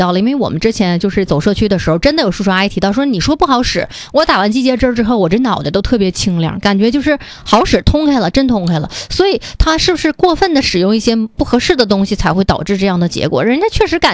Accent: Northeast China, China; accent: Northeastern dialect; 用我们东北话来讲

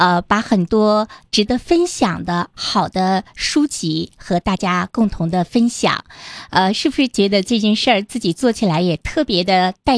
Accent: Changchun, Jilin, China

